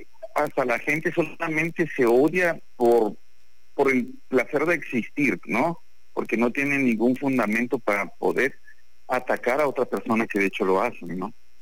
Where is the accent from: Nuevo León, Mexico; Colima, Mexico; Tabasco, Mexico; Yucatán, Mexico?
Tabasco, Mexico; Huimanguillo; en el pueblo, ¿no? Hablo de Guimanguillo